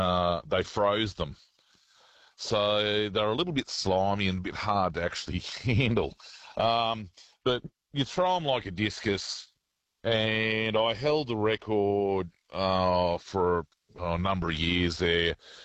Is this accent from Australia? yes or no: yes; Australia; Marin is actually my hometown.